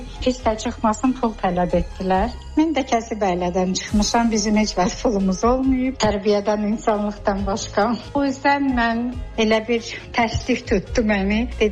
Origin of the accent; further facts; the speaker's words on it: Kazreti, Kvemo Kartli, Georgia; Balmış rayonu Ayolta kəndində anadan olmuşam. Yeganə bir kənddə ki, Azərbaycanlar Gürcülərindən bir yerdə yaşayırlar. Sonra orada Balmış rayonunun Kazreti qəsəbəsi var.